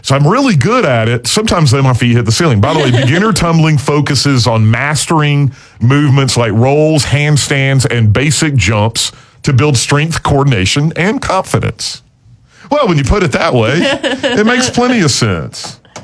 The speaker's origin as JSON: {"language": "English", "town": "Spartanburg", "region": "South Carolina", "country": "United States", "said": "We come from Spartanburg down to Russell."}